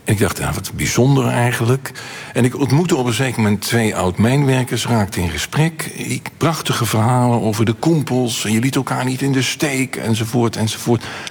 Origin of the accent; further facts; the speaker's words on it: Helmond, North Brabant, Netherlands; now in Limburg, Netherlands; ik ben in Helmond opgegroeid